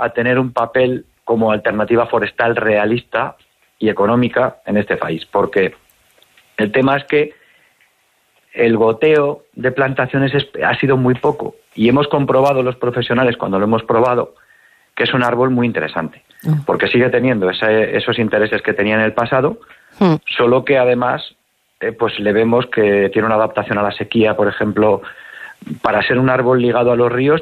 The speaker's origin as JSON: {"language": "Spanish", "town": "Soria", "region": "Castile and León", "country": "Spain", "said": "pues estoy yo, que soy soriano, aunque mi empresa está en Burgos, pero yo trabajo en todo el territorio y soy de Soria."}